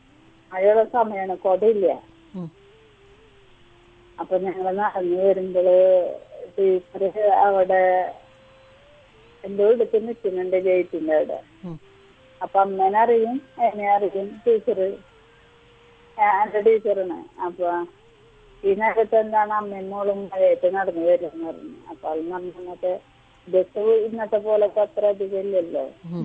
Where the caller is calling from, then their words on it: Triprayar, Kerala, India; Triprayar.